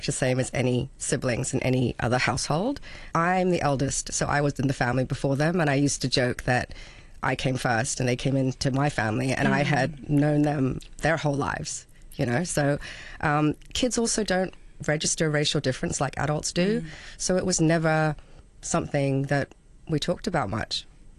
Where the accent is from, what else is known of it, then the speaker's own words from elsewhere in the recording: Hong Kong; adopted, and raised in Hong Kong. So I think my upbringing was pretty ordinary for an expat kid. I think I grew up in Hong Kong's golden era